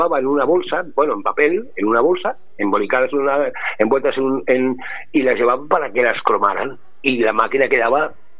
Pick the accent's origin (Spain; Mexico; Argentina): Spain; Barcelona, Catalonia; Y se casaron y nací yo. Y entonces yo soy el primer hijo catalán. Somos 4 hermanos sevillanos y 3 catalanes.